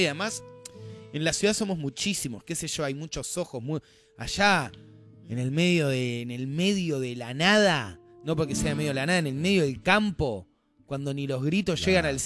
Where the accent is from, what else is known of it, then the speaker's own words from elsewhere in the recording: Buenos Aires, Argentina; No lo digo como porteño guampa seca